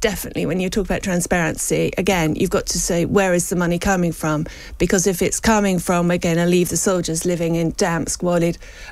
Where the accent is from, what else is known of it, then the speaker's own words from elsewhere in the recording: East of England, United Kingdom; I come from Cambridgeshire, and in east of England, there is a lot of air bases that are disused